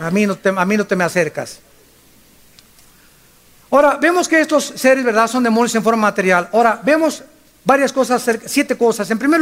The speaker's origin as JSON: {"language": "Spanish", "town": "Acapulco", "region": "Guerrero", "country": "Mexico", "tie": "born or raised there", "said": "nosotros casi somos de Guerrero, ¿verdad? A los 2 años de nacidos fuimos a vivir a Acapulco. Ahí hicimos la primaria, la secundaria, mis hermanos, mis hermanas, en Acapulco."}